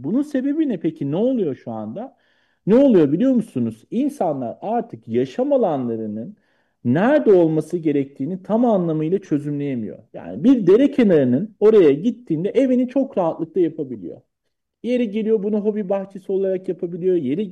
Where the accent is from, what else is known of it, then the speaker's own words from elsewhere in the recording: Seferihisar, İzmir, Turkey; Bunlardan bir tanesi Seferistan'ın Orhanlı Vadisi. Ben de bu kültürde büyüdüm